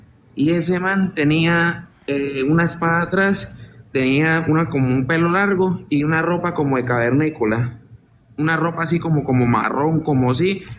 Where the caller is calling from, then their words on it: Cúcuta, Norte de Santander, Colombia; Le hablo desde Cúcuta.